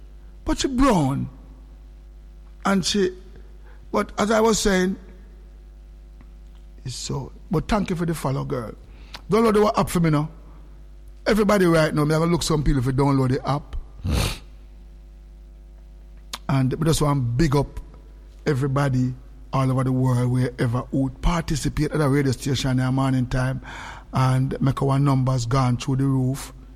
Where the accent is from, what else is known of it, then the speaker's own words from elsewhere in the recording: Jamaica; we as Jamaican Christian.